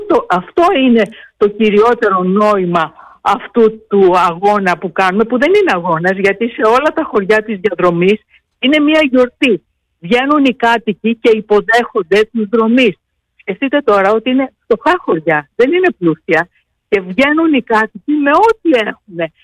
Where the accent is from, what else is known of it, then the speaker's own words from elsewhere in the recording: Serres, Central Macedonia, Greece; Δεν υπάρχει, και εγώ σας το λέω, είμαι Σεραία, δεν είμαι από την Ηλία.